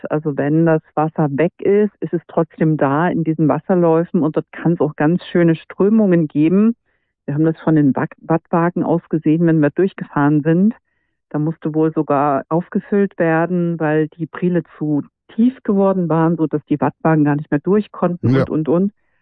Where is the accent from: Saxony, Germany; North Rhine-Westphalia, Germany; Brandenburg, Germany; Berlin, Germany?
Saxony, Germany; born there; moved away as an adult; now in Northern Germany